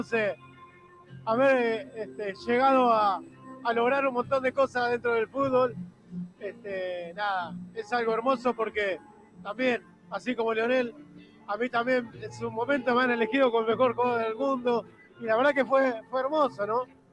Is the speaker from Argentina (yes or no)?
yes; Argentina